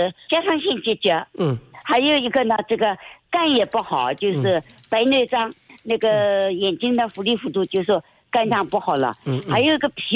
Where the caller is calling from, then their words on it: Shanghai, China; 本来我是上海人对吧